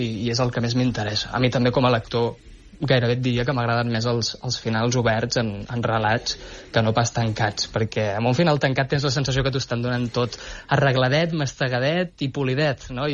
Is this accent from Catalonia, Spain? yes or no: yes; Navàs, Catalonia, Spain; born or raised there